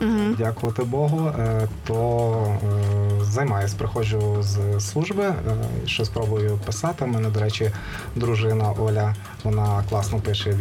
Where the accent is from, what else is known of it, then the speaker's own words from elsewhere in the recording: Radekhiv district, Lviv Oblast, Ukraine; now in Oleksychi, Stryi district, Ukraine; Сам родом з Радехівського району Львівської області, але вже довший час проживаю в Стрийському районі, село Олексичі.